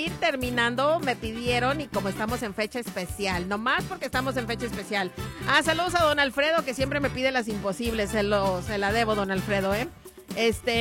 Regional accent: Mexico; usé mi collar mexicano y todo como mexicana que soy.

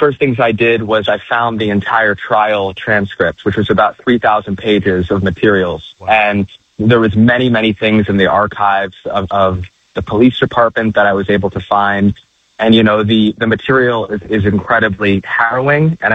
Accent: Indianapolis, Indiana, United States; Well, of course, I'm born and raised in the Indianapolis area, so I grew up hearing about the story

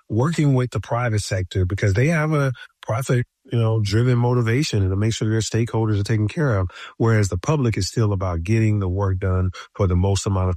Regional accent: Atlanta, Georgia, United States; I mean, I grew up in Atlanta.

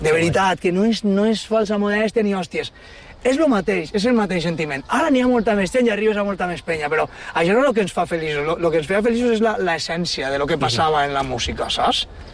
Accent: Valencian Community, Spain; accent: Valencian; first language Valencian; De que jo no concebís la meva vida si no la fera en valencià.

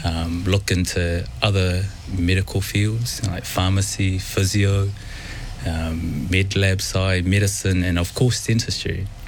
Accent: Onehunga, Auckland, New Zealand; You know, even though I grew up in Onehunga, a large portion of my family in South Auckland.

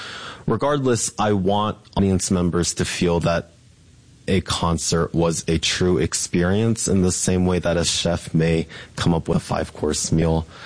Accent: Japan; also born or lived in Memphis; the neighborhoods that I grew up in Japan, and the friends that I had in Memphis

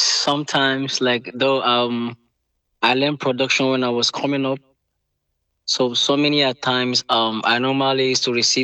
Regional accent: Abuja, Federal Capital Territory, Nigeria; I'm from Nigeria, Abuja. I'm based in Abuja precisely.

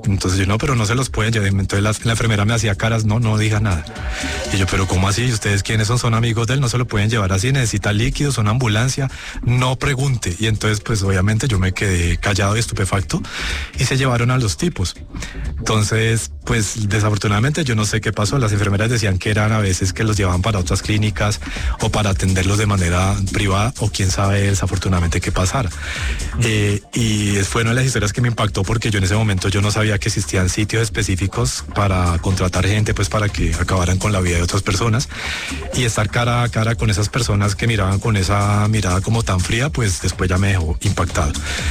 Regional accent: Ginebra, Valle del Cauca, Colombia; moved away as an adult; also born or lived in Cali; antes de irme de Colombia, yo trabajé 2 años aquí en Colombia cuando me gradué, y pues yo soy del Valle del Cauca, de Ginebra Valle, y yo trabajaba en Cali.

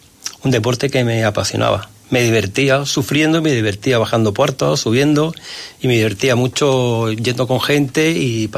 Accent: Granada, Andalusia, Spain; Yo, al ser de Granada, amo mucho mi tierra. De verdad que yo me siento siempre muy granadino.

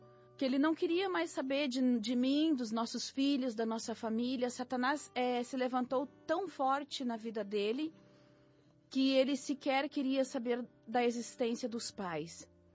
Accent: Gravataí, Rio Grande do Sul, Brazil; eu sou da cidade de Gravataí, no Rio Grande do Sul

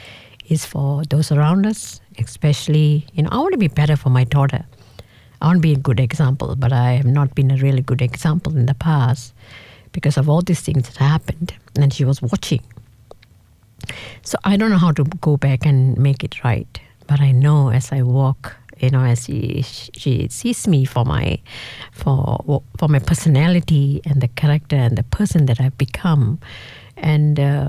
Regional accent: Malaysia; You know, because I'm from Malaysia, right?

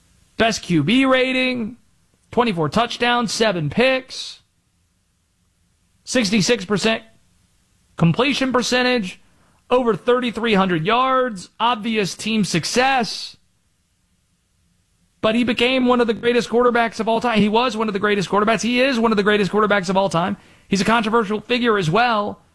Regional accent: Youngsville, North Carolina, United States; I grew up in Youngsville, right off of Capitol

